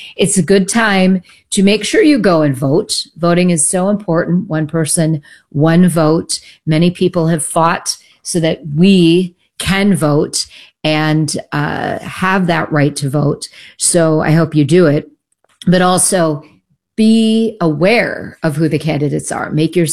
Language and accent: English; New York, United States; moved away; from my home state of New York